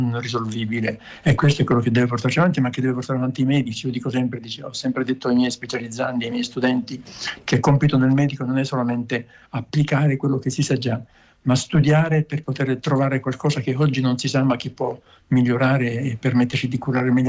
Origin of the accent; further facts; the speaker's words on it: Sicily, Italy; born there; Dunque, io sono nato in Sicilia da un padre siciliano e mamma trentina, e molti anni fa, oramai.